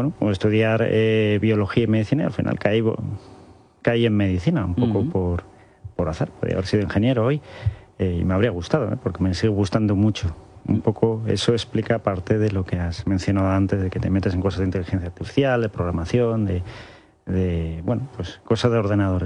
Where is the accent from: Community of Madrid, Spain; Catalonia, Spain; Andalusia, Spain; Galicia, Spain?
Community of Madrid, Spain; Villalba; Pues mira, yo nací en Madrid, en La Paz.